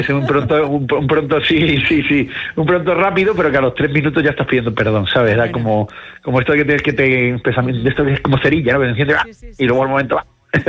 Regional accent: Cádiz, Andalusia, Spain; No, yo además me crié en Cádiz, con lo cual

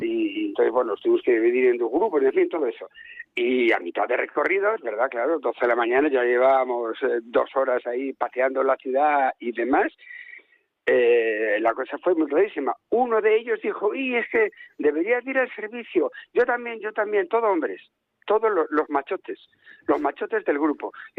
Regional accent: Oviedo, Asturias, Spain; Soy de Oviedo

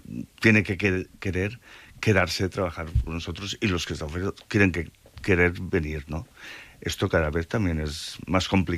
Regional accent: Betxí, Valencian Community, Spain; born there; también nací en Bechi, sigo viviendo en Bechi

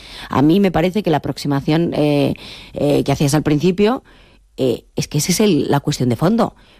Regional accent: Galicia, Spain; por qué yo como gallega no puedo votar en unas elecciones municipales y autonómicas en Galicia

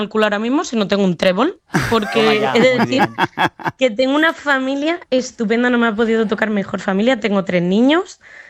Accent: Extremadura, Spain; accent: Madrid; also born or lived in Madrid

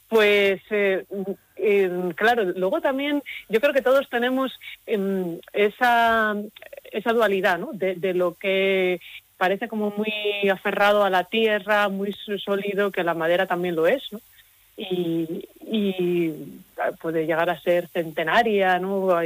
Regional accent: Madrid, Community of Madrid, Spain; born there; yo nací en Madrid, pero mis padres son donostiarras.

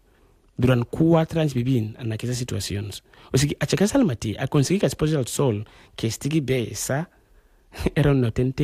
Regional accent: Ghana; also born or lived in Libya; now in Spain; no només venim gent de Ghana, venim gent de molts llocs

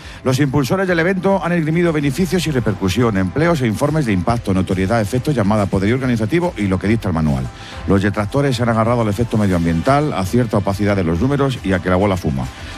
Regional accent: Madrid, Community of Madrid, Spain; como madrileño y amante del deporte, cuantas más cosas organice mi ciudad, mejor

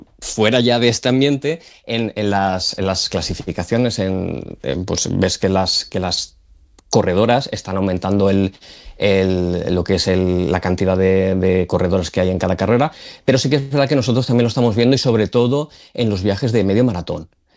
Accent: Valencia, Valencian Community, Spain; bueno, nosotros somos de Valencia, pero también organizamos viaje al maratón y al medio maratón de Valencia.

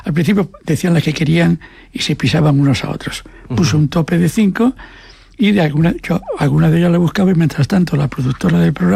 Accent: Asturias, Spain; Como yo soy asturiano, digo, ¿de dónde?

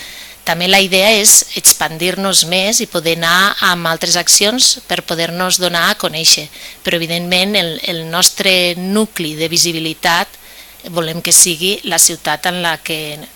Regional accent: Lleida, Catalonia, Spain; vosaltres d'on sou? No? I diem, doncs de Lleida.

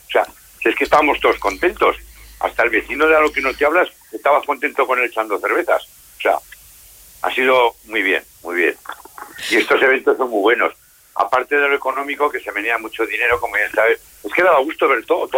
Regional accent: Spain; Los españoles estamos súper alegres.

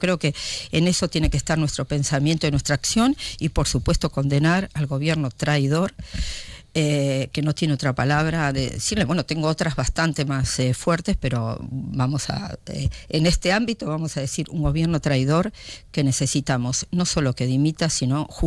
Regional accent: Argentina; now in Spain; yo como argentina, viví cuando tenía 22 años y estaba en quinto año de medicina, la guerra de las Malvinas.

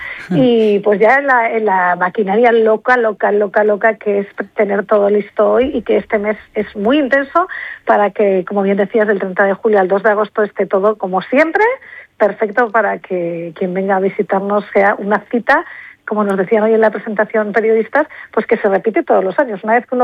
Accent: Spain; Nosotros como comunidad, ¿no?, como españoles, como mediterráneos.

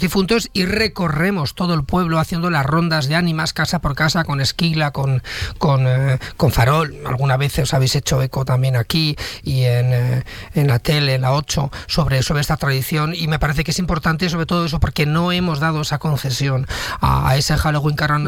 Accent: Palazuelos de la Sierra, Castile and León, Spain

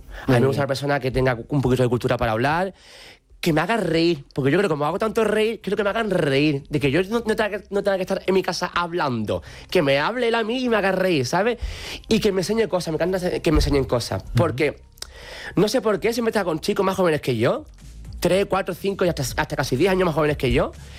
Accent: Andalusia, Spain; Yo el mundo de la Semana Santa no me gusta. Siendo andaluz no me gusta.

